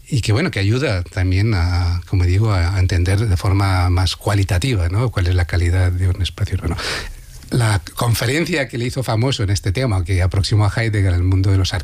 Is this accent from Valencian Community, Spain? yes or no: yes; Valencian Community, Spain; sí, soy valenciano, o sea, conozco de cerca lo que es la especulación